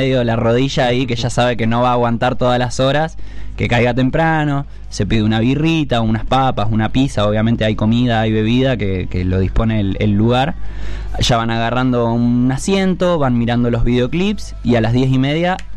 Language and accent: Spanish; Plottier, Neuquén, Argentina; como yo soy de Plotier